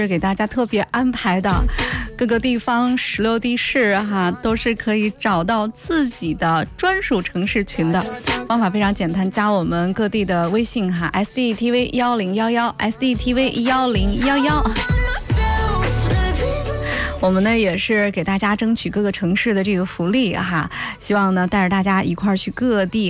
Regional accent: Shandong, China; 这就是咱们山东的人。咱们山东人哈，到哪儿都是代表咱们山东的这份形象哈

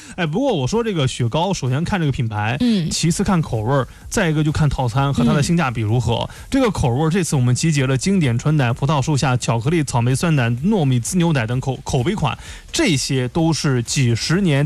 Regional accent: Shandong, China; 那就更有我们家乡的味道了。青石钙奶饼干那个冰激凌，它是两片青石钙奶饼干中间夹着好阿婆，那种口感下去一吃就是哇，山东味儿。

